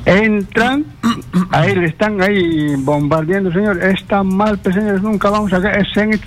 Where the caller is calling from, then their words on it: Puerto Maldonado, Madre de Dios, Peru; te llamo de Puerto Maldonado.